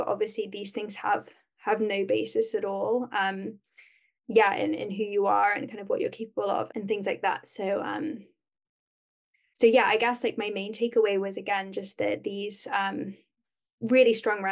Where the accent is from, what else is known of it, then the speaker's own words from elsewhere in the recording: England, United Kingdom; moved away as an adult; now in Canada; being an English person living in English speaking countries, that I am not really read as an immigrant at all. So though people are like interested that I'm from the UK